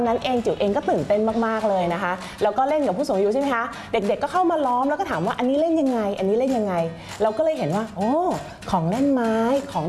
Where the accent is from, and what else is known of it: Bangkok, Thailand; born or raised there